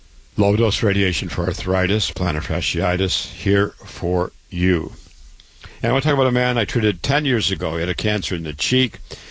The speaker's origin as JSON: {"language": "English", "town": "Waterloo", "region": "Iowa", "country": "United States", "tie": "born or raised there", "said": "Born and raised in Waterloo, as I said, MD at 25, went on to University of Chicago"}